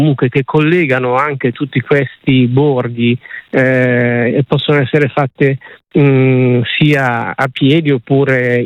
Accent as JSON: {"language": "Italian", "town": "Genoa", "region": "Liguria", "country": "Italy", "said": "noi in Liguria ne facciamo grande uso, ovviamente da genovesi"}